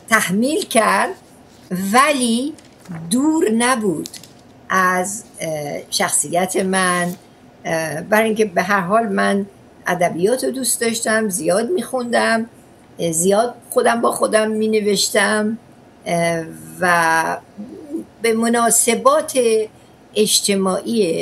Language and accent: Persian; Ahvaz, Khuzestan, Iran; در اهواز دنیا اومدم، دیپلمم هم در اهواز گرفتم. در اهواز اون زمان شهر عقب افتاده بود ولی بعدن خب تغییرات بزرگی کرد.